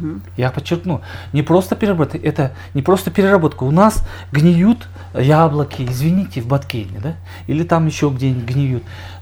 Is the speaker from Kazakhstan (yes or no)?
no; Kyrgyzstan